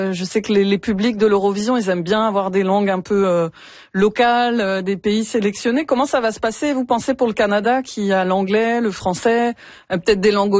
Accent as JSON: {"language": "French", "country": "France", "said": "moi je viens de France"}